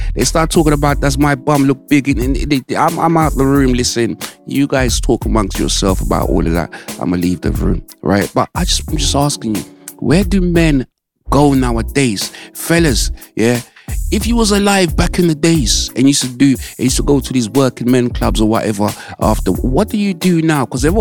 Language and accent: English; United Kingdom; I grew up on Mile Road area. You must have gone John Bunyan. John Bunyan just like me.